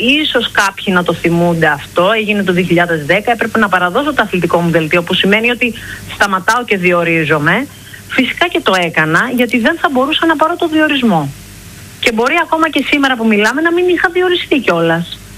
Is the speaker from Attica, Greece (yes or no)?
yes; Aigaleo, Attica, Greece; Στην περιοχή που εγώ μεγάλωσα, στο Εγάλιο, είχε πολύ λίγα πράγματα να κάνουμε